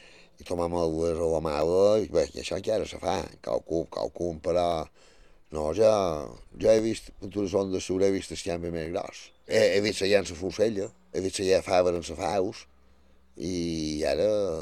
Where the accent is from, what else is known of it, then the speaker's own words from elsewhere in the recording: Balearic Islands, Spain; born there; Bueno, vaig néixer fora jo, a Sant Triau, en el barri de Sant Maixida.